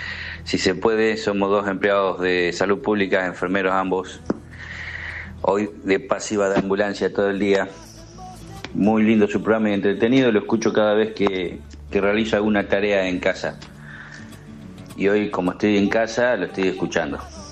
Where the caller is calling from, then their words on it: San Antonio Oeste, Río Negro, Argentina; Desde San Antonio, este Río Negro